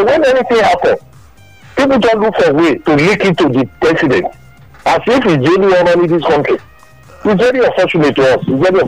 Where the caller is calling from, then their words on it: Oba, Nigeria; I'm calling from Oba.